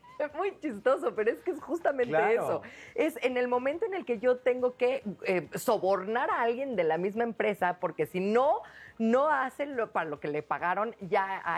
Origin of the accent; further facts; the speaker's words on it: Mexico; si lo queremos ver como mexicanos